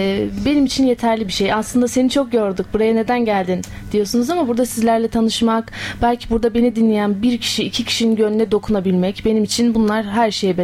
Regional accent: Elazığ, Turkey; moved away as an adult; now in Ankara, Turkey; Elazığlıyım, aslen Tunceliyim, Elazığ'da doğup büyüdüm. Yaklaşık 4. yılım olacak Ankara'da.

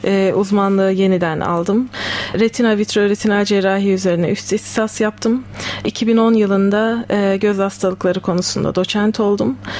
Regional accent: Ankara, Turkey; born there; Ankara doğumluyum. Ankara Fen Lisesi'nden mezunum.

